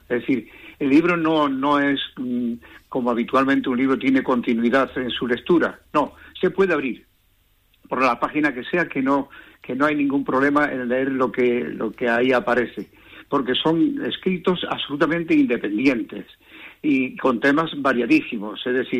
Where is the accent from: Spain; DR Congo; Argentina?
Spain; Conquista, Andalusia; moved away as an adult; now in Madrid, Spain; yo nací en Conquista, pero a los 20 años salí. Como la gran mayoría de los conquisteños, lamentablemente hemos tenido que salir, y llevo 60 años fuera, en Madrid concretamente